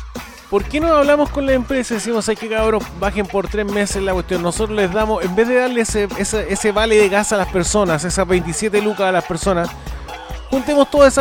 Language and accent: Spanish; Argentina; born there; Por eso yo nací en Argentina, ¿cachai?